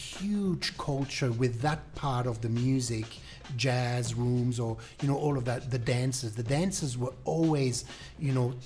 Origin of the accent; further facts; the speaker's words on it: Munich, Bavaria, Germany; moved away; I grew up in Munich